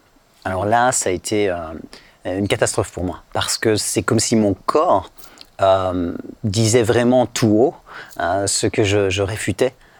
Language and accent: French; Switzerland; Je suis Suissesse, oui.